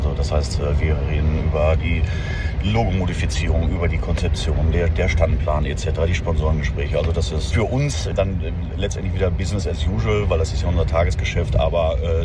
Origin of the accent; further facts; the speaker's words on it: Dortmund, North Rhine-Westphalia, Germany; Ich bin Dortmunder Junge